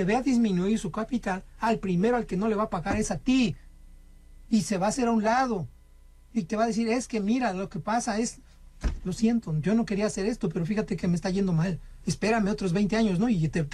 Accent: Mexico; esto somos nosotros como mexicanos, qué feo, ¿verdad?

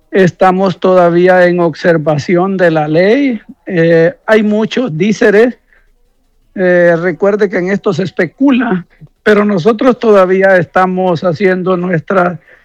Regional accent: Honduras; para nosotros como pueblo hondureño

